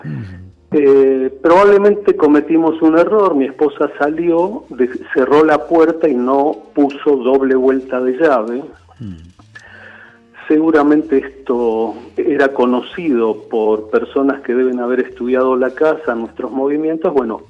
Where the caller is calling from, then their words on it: Buenos Aires, Argentina; Yo vivo en Villa del Parque.